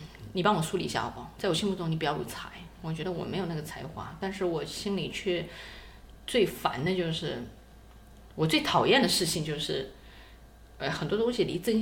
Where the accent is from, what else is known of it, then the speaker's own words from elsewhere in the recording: China; 我们中国人